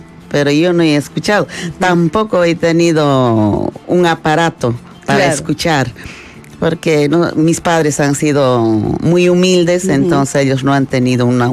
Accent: Pisac, Cusco, Peru; Pisaja, en el Valle Sagrado de los Incas, provincia de Calca.

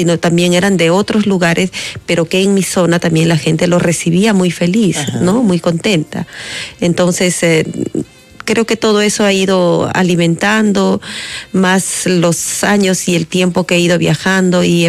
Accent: Andahuaylas, Apurímac, Peru; mi tierra, que es Andahuaylas

